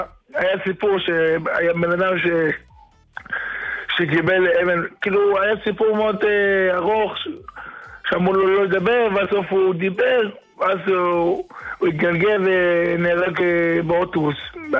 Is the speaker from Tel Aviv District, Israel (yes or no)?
yes; Bnei Brak, Tel Aviv District, Israel; מבני ברק המנגן. כלום על הגבול.